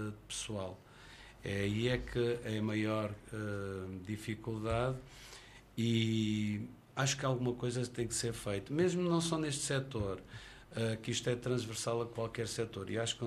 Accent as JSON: {"language": "Portuguese", "region": "Centro", "country": "Portugal", "said": "E eu, como beirão que sou, acredito e acredito muito na Cova da Beira."}